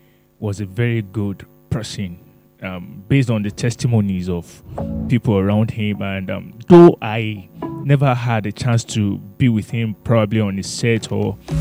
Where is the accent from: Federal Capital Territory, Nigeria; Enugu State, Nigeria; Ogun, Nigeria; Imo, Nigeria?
Ogun, Nigeria; Abeokuta; I'm from Ogun State, Abeokuta, to be precise. And I'm the son of … the Basorun Oke of Owo Land, Owo Kingdom.